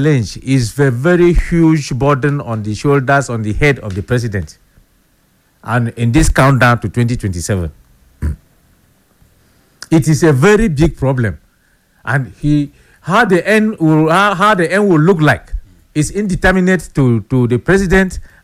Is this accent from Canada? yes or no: no; South South, Nigeria; We are all from South South. We are used to street fighting.